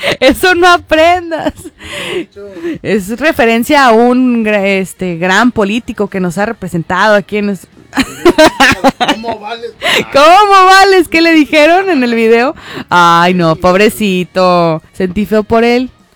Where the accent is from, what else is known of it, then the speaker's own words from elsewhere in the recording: Mexico; así somos los mexicanos